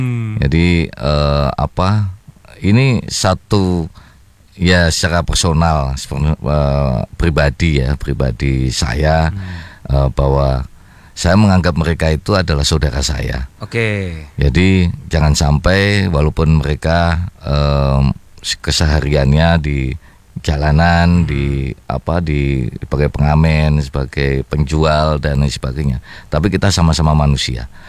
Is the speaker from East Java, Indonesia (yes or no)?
no; Surakarta, Central Java, Indonesia; karena saya dari Solo, saya kan seminggu sekali kan ke Jakarta kan.